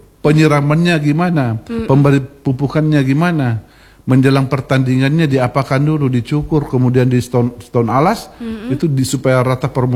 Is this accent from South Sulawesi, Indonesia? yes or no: yes; Makassar, South Sulawesi, Indonesia; Kita dari Makassar yang fanatisme banget dengan timnas